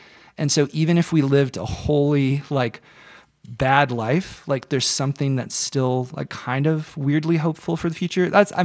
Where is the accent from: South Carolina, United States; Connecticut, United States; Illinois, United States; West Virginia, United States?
West Virginia, United States; moved away as an adult; now in Denver, United States; I grew up in West Virginia